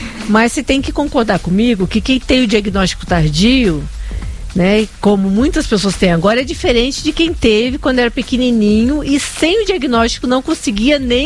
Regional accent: Rio de Janeiro, Brazil; accent: gaúcho; also born or lived in Rio Grande do Sul; Eu tenho esse sotaque meio de gaúcha, ah. Mas eu não sou gaúcha.

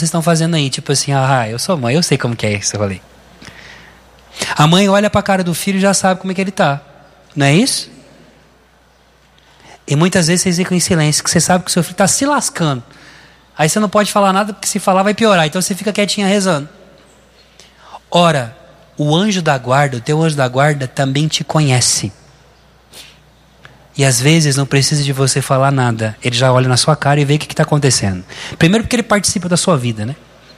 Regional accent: Barretos, São Paulo, Brazil; Eu sou de Barretos, tá? Terra do peão.

